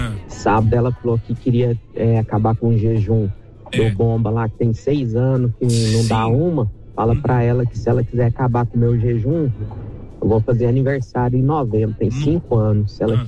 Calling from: Ireland; falo aqui da Irlanda.

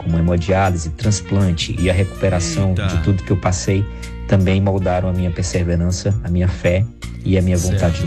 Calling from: Santo Antônio dos Lopes, Maranhão, Brazil; eu falo aqui de Santo Antônio dos Lopes, no Maranhão.

